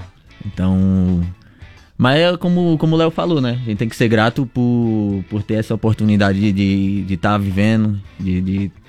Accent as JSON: {"language": "Portuguese", "region": "Ceará", "country": "Brazil", "said": "Sim, sou do Ceará. Já rodei bem aqui no Rio Grande do Sul e no Paraná."}